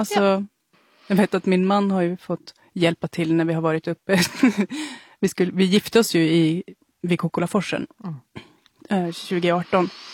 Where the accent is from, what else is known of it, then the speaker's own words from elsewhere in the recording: Norrbotten County, Sweden; Och lite om hur våran kvinnliga identitet har formats utifrån att vi har vuxit upp i Tornedalen.